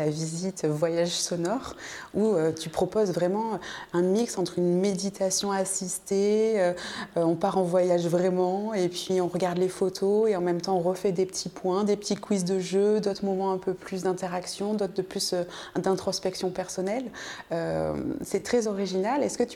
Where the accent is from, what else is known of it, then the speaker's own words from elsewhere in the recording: Auvergne-Rhône-Alpes, France; ce sont des oiseaux qu'on n'a pas nous, chez nous, en France, dans la Drôme, dans l'Ardèche.